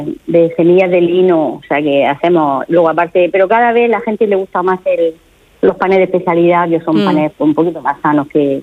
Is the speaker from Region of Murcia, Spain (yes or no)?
yes; Cartagena, Region of Murcia, Spain; somos cartageneros